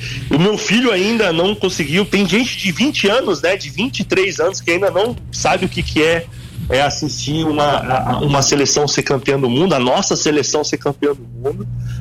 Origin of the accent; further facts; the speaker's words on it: Brazil; sou brasileiro, desisto nunca, acredito sempre.